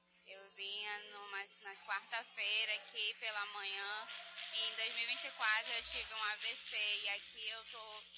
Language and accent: Portuguese; Manaus, Amazonas, Brazil; sou do Morro da Liberdade.